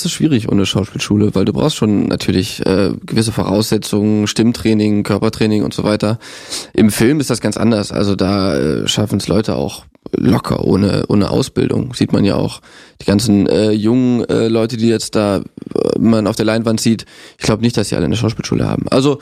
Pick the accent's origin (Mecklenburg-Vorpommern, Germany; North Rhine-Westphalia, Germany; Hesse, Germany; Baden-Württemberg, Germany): North Rhine-Westphalia, Germany; Mönchengladbach; now in Berlin, Germany; Jetzt bin ich Berliner, genau, seit 1,5 Jahren.